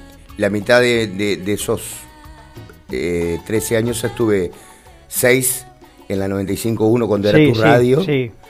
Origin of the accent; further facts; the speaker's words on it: Paysandú, Uruguay; moved away; yo soy de Paysandú